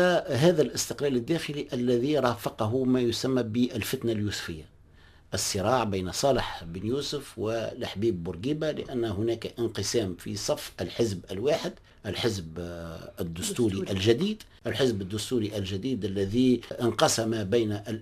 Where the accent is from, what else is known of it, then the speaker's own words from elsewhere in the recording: Bizerte, Bizerte Governorate, Tunisia; خطر أنا ابن مدينة بنزرت، معناها ابن الولاية،